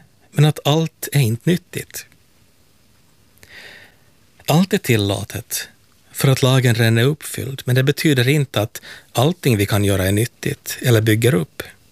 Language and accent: Swedish; Helsinki, Uusimaa, Finland; från Helsingfors.